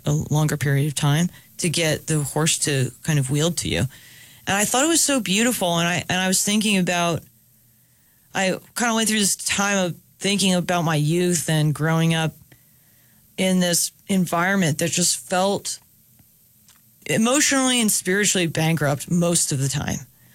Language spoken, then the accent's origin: English; Long Island, New York, United States; No, well, I'm from Long Island.